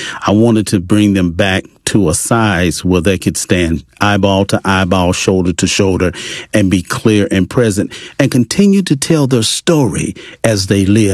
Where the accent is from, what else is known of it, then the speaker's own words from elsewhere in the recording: Hopkinsville, Kentucky, United States; I grew up in Hopkinsville, Kentucky.